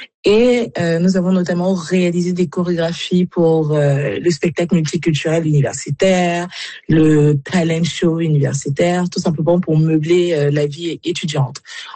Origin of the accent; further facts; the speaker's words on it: Cameroon; moved away; moi, je suis originaire du Cameroun